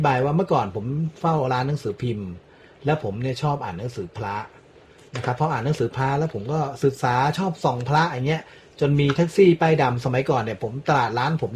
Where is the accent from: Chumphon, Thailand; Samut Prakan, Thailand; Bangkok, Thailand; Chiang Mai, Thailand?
Samut Prakan, Thailand; Samrong; ผมเป็นคนจังหวัดสมุทรปราการนะครับผมเป็นคนสำโรงอยู่แถวสำโรงสมุทรปราการนะครับก็ครอบครัวผมก็เป็นครอบครัวเปิดร้านขายของชำแล้วก็ขายหนังสือพิมพ